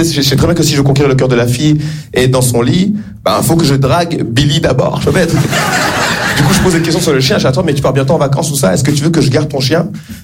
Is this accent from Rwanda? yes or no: yes; Rwanda; now in France; Là en ce moment je suis un Rwandais content